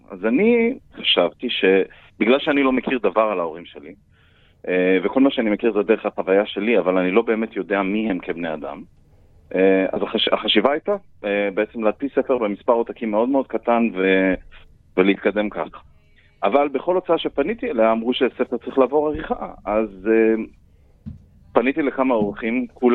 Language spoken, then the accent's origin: Hebrew; Central District, Israel; אני לא גדלתי בקיבוץ על גבול קרוב לעזה, לא, אני גדלתי במרכז הארץ.